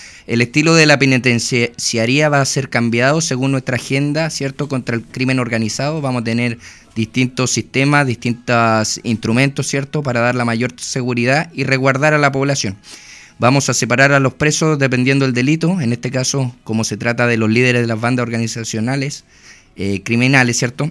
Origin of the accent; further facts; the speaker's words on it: Osorno, Los Lagos, Chile; born there; moved away; estoy muy contento de pisar nuevamente mi ciudad natal.